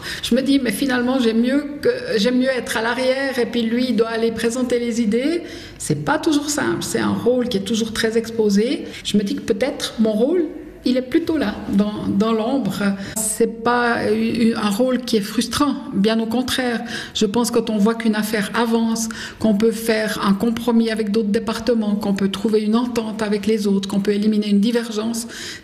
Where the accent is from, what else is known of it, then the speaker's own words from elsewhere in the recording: Romandy, Switzerland; le fait de partager aussi la même langue, le fait d'être suisse romande lui aussi.